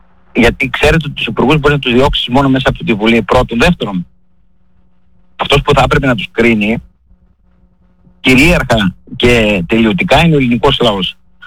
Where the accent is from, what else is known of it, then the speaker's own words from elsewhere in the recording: Serres, Central Macedonia, Greece; αυτό το βλέπω από εδώ από την πόλη μου της Σέρρες